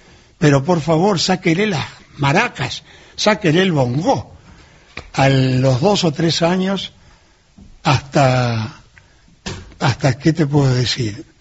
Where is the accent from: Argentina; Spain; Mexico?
Argentina; Córdoba; moved away; also born or lived in Santiago, Chile; yo no soy de Buenos Aires, yo estoy en Córdoba, mi familia está en Córdoba.